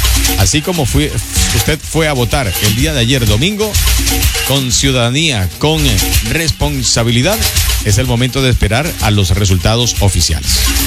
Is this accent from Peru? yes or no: yes; Peru; seguiremos siendo hermanos, seguiremos siendo peruanos.